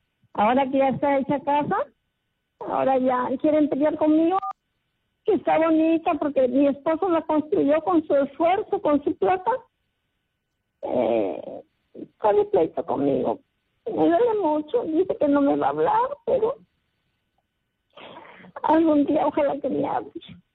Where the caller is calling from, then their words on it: Paita, Piura, Peru; De Paita, hermanita.